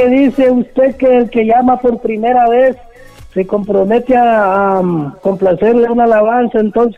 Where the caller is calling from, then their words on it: Tatumbla, Francisco Morazán, Honduras; estoy llamando de aquí de Tatumbla, Francisco Morazán.